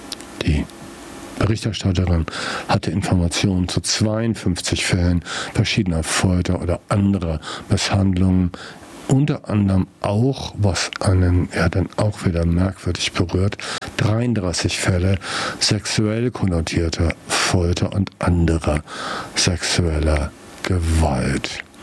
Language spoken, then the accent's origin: German; Germany